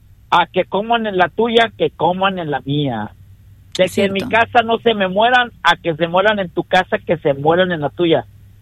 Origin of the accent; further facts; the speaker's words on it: Mexico; yo soy mexicano